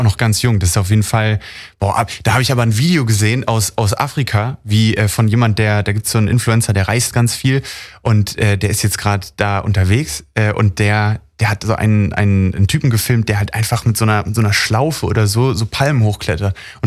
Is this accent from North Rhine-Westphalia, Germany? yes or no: no; Berlin, Germany; Ich komme ja auch aus Berlin und das ist so eine schnelllebige Welt, man hört immer diese Reden, immer die Autos